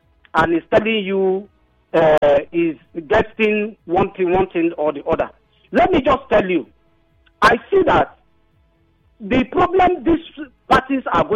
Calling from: Bori, Rivers, Nigeria; I'm calling from Bori in Kana local government.

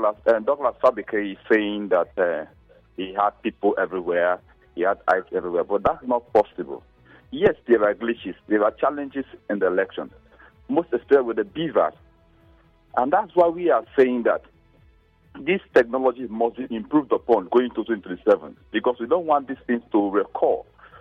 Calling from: Bori, Rivers, Nigeria; I'm calling from Bori.

